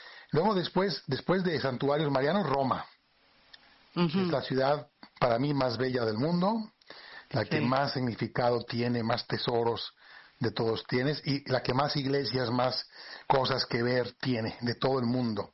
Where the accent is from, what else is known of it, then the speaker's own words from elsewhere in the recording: Spain; now in Mérida, Mexico; Yo soy español, aunque vivo aquí en México.